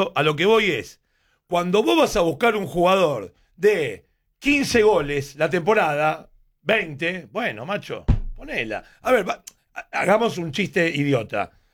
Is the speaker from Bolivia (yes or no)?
no; Argentina; nosotros, los argentinos.